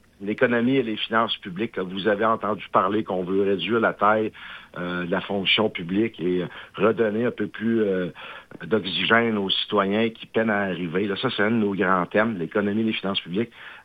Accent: Sept-Îles, Quebec, Canada; Moi, je suis après mon cégep ici à Sept-Îles, je suis parti à l'Université du Québec à Chicoutimi en 1989

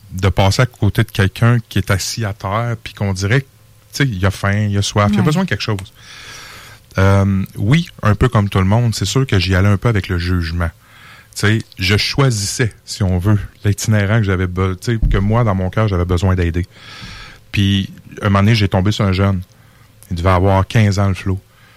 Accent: Maniwaki, Quebec, Canada; moved away as an adult; Je me rappelle que moi, je suis parti de Maniwaki, j'ai été à Montréal. On s'entend que la réalité est totalement différente, là. Tu sais, on parle d'un petit village, j'arrive à Montréal

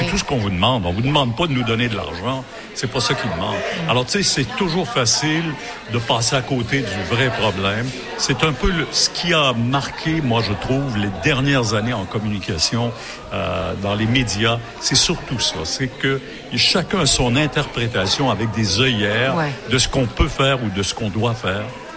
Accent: Quebec, Canada; moved away; Je viens des Bois-Francs. Je viens du centre du Québec.

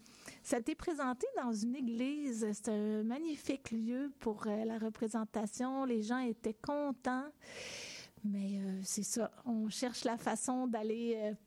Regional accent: Black Lake, Quebec, Canada; Il y a mon enfance à Black Lake. Black Lake, c'était quand moi j'étais petite. C'est sûr que ça évolue un peu, mais quand moi j'étais petite, Black Lake, c'est une petite ville. Il y a une grosse, grosse mine d'amiante. Si vous êtes déjà passé dans le coin de Thetford Mines, la grosse mine très profonde

